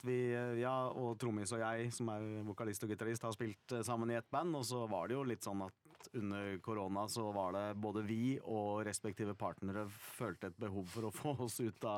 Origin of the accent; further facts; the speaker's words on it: Oslo, Norway; Og så sier jeg alt, nei, jeg herfra, ja.